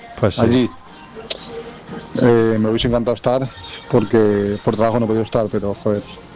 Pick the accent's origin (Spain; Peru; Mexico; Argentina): Spain; Balearic Islands; los 6.000 aficionados que de verdad somos de Mallorca